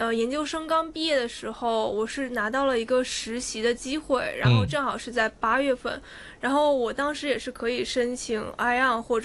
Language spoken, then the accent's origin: Chinese; Qingdao, Shandong, China; moved away as an adult; now in Hong Kong; 我来自山东青岛，然后我来香港已经差不多3-4年的时间了。